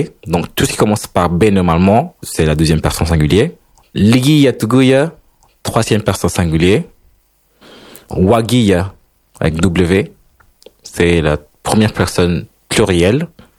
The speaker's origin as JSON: {"language": "French", "country": "Honduras", "moved": "yes", "said": "moi, je viens d'Honduras."}